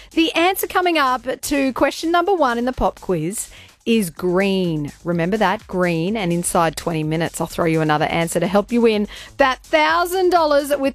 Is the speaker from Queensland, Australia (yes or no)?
yes; Queensland, Australia; Yeah, I'm a Queenslander.